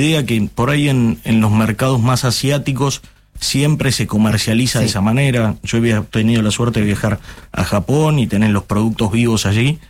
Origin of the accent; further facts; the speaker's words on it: Buenos Aires, Argentina; born there; moved away as an adult; also born or lived in Santa Cruz, Argentina; now in Ushuaia, Argentina; Yo soy de Buenos Aires, nacido en Buenos Aires. Sí. Trabajé unos 10 años en Santa Cruz.